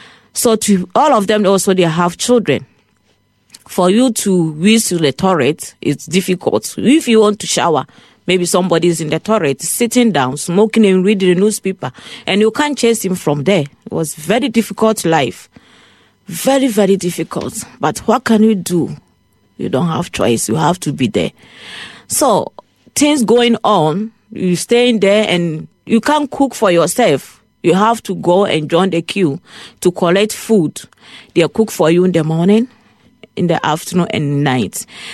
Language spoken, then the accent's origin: English; Ghana; moved away as an adult; now in Ireland; I come from Ghana.